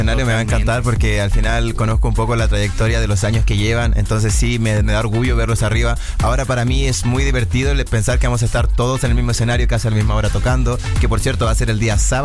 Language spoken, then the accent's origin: Spanish; Chile; moved away as an adult; now in Mexico; yo vengo a vivir aquí hace como un año más o menos a México, soy de Chile.